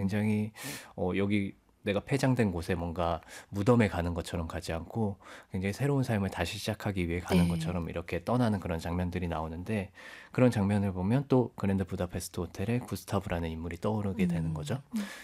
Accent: Gyeongsang, South Korea; moved away; 그 경상도 그 저희가 살던 고향에

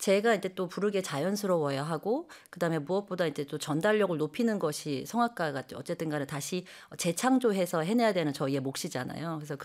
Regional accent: Suwon, Gyeonggi Province, South Korea; born there; 이제 그러다가 초등학교 때 저는 이제 수원 태생인데요. 네. 수원의 남파 소년 소녀 합창단이라고.

